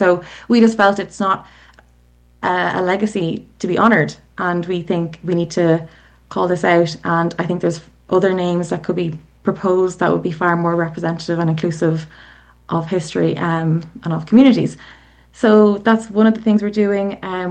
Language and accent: English; Ireland; I'm from Ireland.